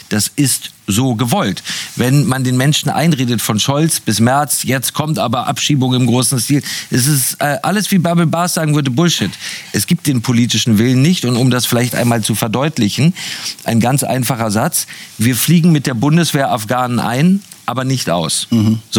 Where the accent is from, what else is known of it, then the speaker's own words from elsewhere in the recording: Germany; wenn ich als Deutscher aus London wiederkomme